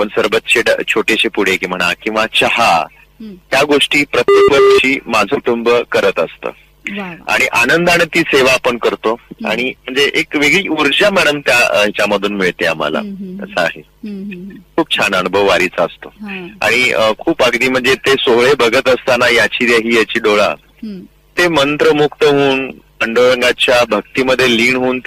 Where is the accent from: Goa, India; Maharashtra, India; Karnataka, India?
Maharashtra, India; Sangli; मी राहणारा सांगलीचा आहे पण माझं शेत कवटेमंका या ठिकाणी आहे